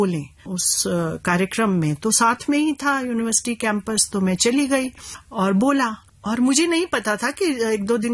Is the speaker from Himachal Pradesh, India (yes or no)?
yes; Himachal Pradesh, India; born or raised there